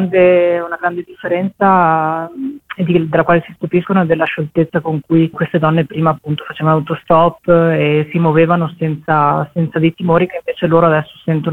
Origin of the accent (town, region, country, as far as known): Borgo Valsugana, Trentino-Alto Adige, Italy